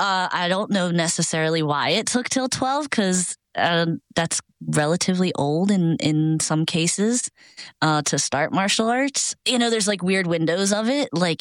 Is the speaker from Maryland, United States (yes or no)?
yes; Maryland, United States; now in Michigan, United States; I'm originally from Maryland, currently in Michigan